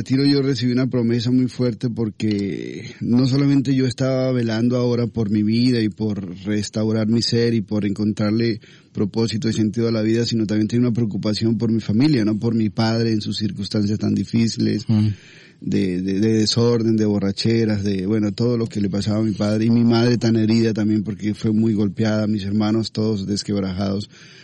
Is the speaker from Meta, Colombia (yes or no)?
no; Yopal, Casanare, Colombia; born there; also born or lived in Trinidad, Casanare; en Yopal, que es la ciudad que me acogió como adolescente. Yo nací en un pueblito que se llama La Santísima Trinidad.